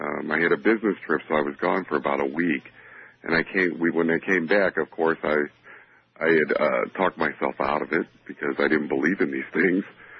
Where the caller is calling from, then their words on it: Union, Missouri, United States; I'm from Union, Missouri.